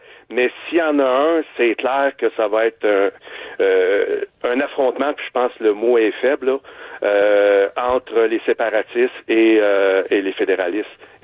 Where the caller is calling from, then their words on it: Lac-Mégantic, Quebec, Canada; Je suis à Mégantic, dans le secteur Mégantic